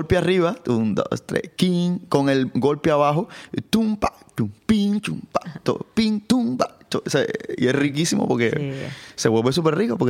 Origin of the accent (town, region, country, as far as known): Cuba